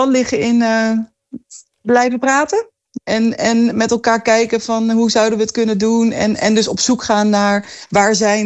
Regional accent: Veendam, Groningen, Netherlands; moved away as an adult; also born or lived in Randstad; ik kom uit Veendam.

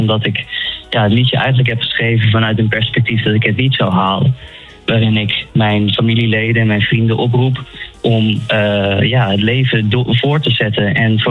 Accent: Drenthe, Netherlands; Ik denk dat ik ben een echte Drent

